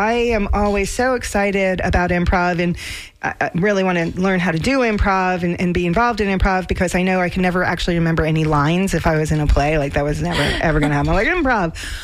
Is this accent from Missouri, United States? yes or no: no; New York City, New York, United States; We grew up in New York.